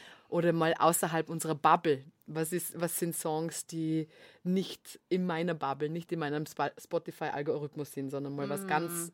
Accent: Vorarlberg, Austria; Ich komme ja aus Vorarlberg und da macht man immer Wienwochen.

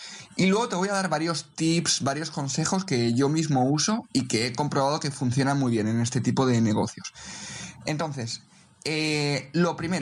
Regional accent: Spain; mientras en casa en España

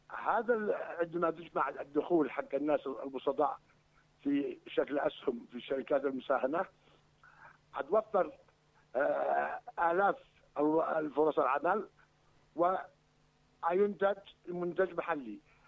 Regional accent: Yemen

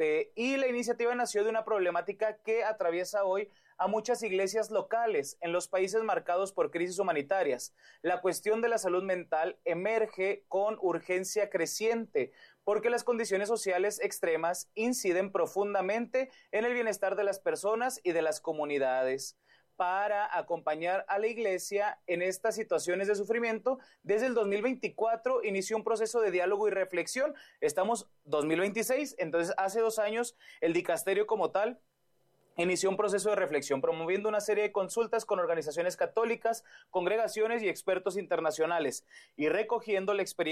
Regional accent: Mexico; lo que nosotros vivimos como sociedad mexicana

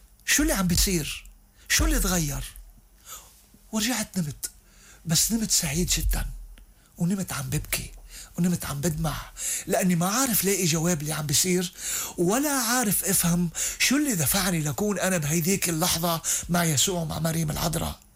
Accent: Lebanon; أنا لبناني قبل مني مسلم، وأنا عندي لبنان قبل مكي.

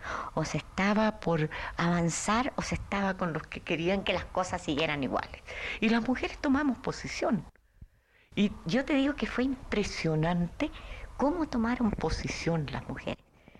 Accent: Chile; moved away as an adult; now in Mexico; Y soy chilena y vivo en México. Nosotros elegimos México para venirnos a vivir después de haber vuelto a Chile del exilio.

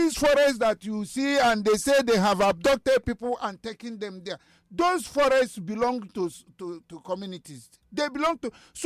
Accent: Onitsha, Anambra, Nigeria; born there; We are living at Onitsha.

